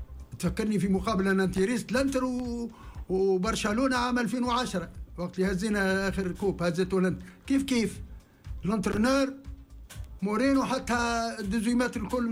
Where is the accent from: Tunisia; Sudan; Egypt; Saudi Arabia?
Tunisia; انا وين امن رو انا تونسي وفي بلادي في حاجة باش تحميني